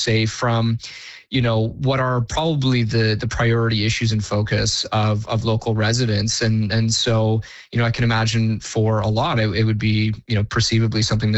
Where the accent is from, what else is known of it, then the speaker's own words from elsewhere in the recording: Innisfil, Ontario, Canada; I grew up in Innisfil, which is a, you know, pretty small town. It was even smaller when I was growing up there.